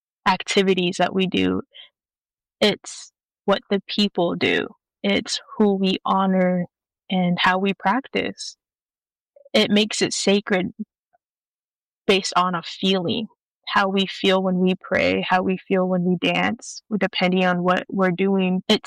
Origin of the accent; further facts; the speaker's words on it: Acoma Pueblo, New Mexico, United States; So I'm from the Acoma Pueblo tribe, and that is in between Grants, New Mexico, and Albuquerque, the main city.